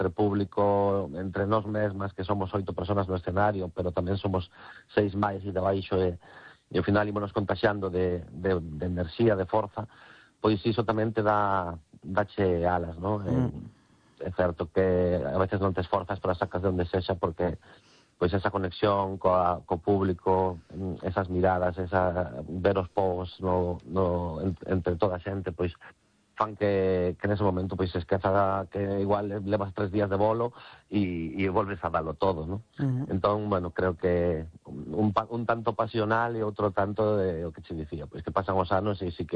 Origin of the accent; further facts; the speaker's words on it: Galicia, Spain; Entendía que seríamos vascos, pero nada máis, non. Somos galegos 100%.